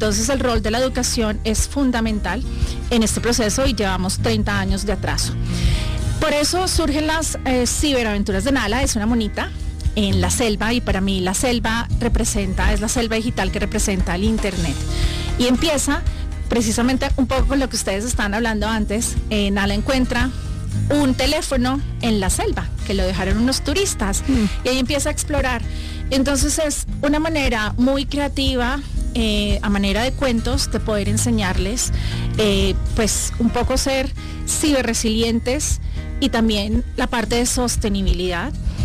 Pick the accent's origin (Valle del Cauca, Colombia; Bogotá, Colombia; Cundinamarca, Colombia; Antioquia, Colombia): Bogotá, Colombia; moved away; Yo feliz de poder estar acá en mi país